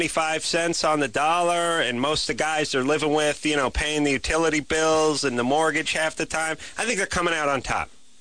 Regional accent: Los Angeles, California, United States; It's like I grew up in Los Angeles.

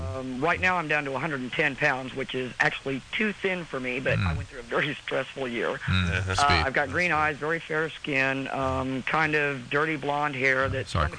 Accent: El Paso, Texas, United States; now in Oklahoma, United States; I grew up in El Paso, Texas.

